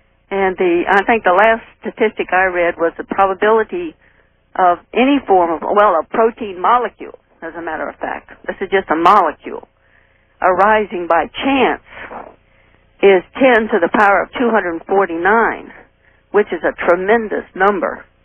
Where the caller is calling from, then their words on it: St. Petersburg, Florida, United States; Yes, St. Petersburg, Florida. Not Russia.